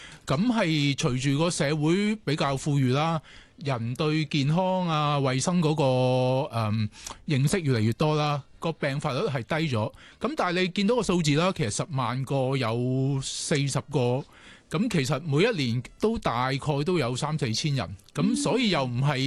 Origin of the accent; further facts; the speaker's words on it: Hong Kong; 而我哋香港嘅居民七百万啦